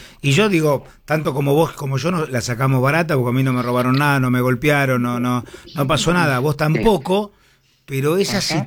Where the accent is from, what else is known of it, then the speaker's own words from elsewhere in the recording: San Antonio de Padua, Buenos Aires Province, Argentina; also born or lived in Libertad, Merlo; Bueno, mi conurbano, imagínate, yo sí nacido en Libertad, Merlo, después me crié también, estuve en San Antonio de Padua, o sea, tengo el recorrido.